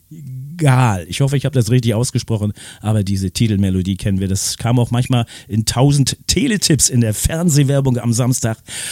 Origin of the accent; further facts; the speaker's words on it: East Germany, Germany; Bei uns im Osten, also in der Sowjetunion, hieß das nicht Pinocchio, sondern Buratino. Und das wurde dann natürlich auch von uns übernommen in der DDR.